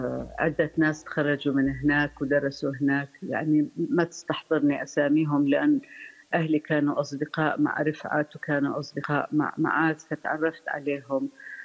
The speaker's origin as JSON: {"language": "Arabic", "town": "Baghdad", "region": "Baghdad Governorate", "country": "Iraq", "tie": "born or raised there", "accent": "mixed Lebanese, Yemeni and Iraqi Arabic", "said": "لأنه إحنا تربينا بالعراق، أنا عراقية، ولو إنه لهجتي العربية أصبحت مخضرمة، يعني فيها لبناني وفيها يمني وفيها عراقي"}